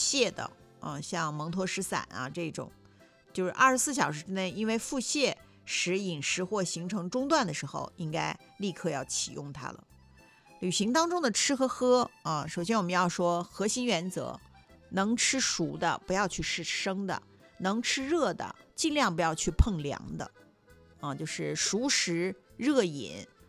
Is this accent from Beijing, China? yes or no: no; Qinghai, China; moved away; 就比如说你要上我的家乡青海啊、新疆啊